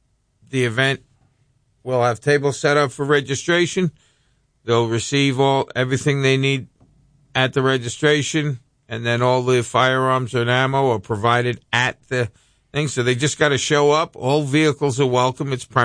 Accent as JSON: {"language": "English", "town": "New York City", "region": "New York", "country": "United States", "moved": "yes", "said": "I'm originally from Brooklyn"}